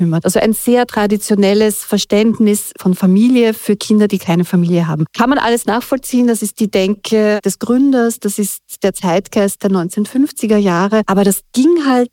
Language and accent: German; Austria; born there; Also ich bin ja in Österreich geboren, aber meine Eltern nicht.